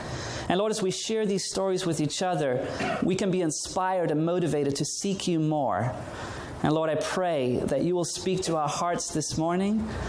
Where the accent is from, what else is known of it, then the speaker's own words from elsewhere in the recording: New Zealand; born there; And so I was born in New Zealand in 1980. So even though I look young, I'm 32.